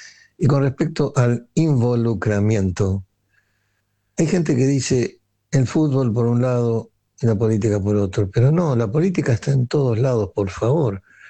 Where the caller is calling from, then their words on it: Buenos Aires, Argentina; de Capital, barrio de Montserrat.